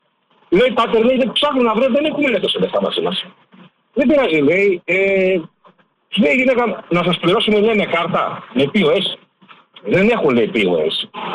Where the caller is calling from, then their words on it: Ilion, Attica, Greece; είμαι από το Ήλιον.